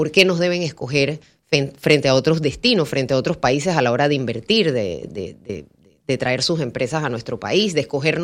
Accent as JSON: {"language": "Spanish", "country": "Panama"}